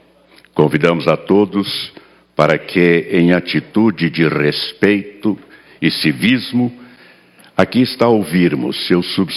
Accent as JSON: {"language": "Portuguese", "town": "Presidente Prudente", "region": "São Paulo", "country": "Brazil", "tie": "born or raised there", "said": "Presidente Prudente, minha cidade natal"}